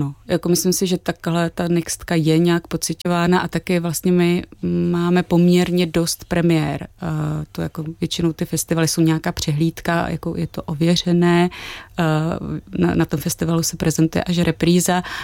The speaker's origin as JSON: {"language": "Czech", "town": "Ostrava", "region": "Moravian-Silesian Region", "country": "Czechia", "moved": "yes", "lives_now": "Prague, Czechia", "said": "sama jsem z Ostravy a vrátila jsem se tam, když už jsem žila v Praze"}